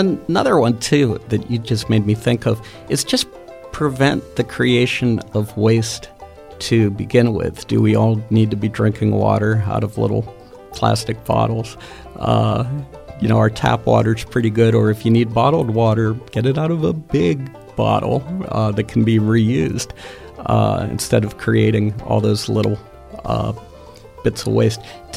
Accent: Churchill, Pennsylvania, United States; also born or lived in Edgewood; I used to live in Edgewood, and I grew up in Churchill, not too far from you.

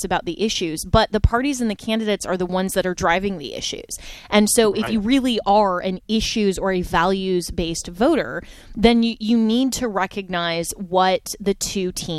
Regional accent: Florida, United States; the two who are up for my home state of Florida for the gubernatorial race.

